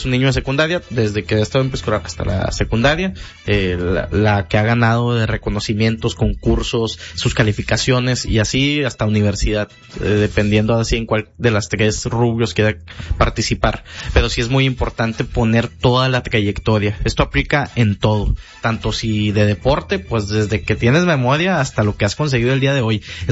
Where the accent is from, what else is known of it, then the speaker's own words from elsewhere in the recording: Piedras Negras, Coahuila, Mexico; Ya han habido casos de éxito de aquí, de Piedras Negras, que lanzaron su currículum y han sido seleccionados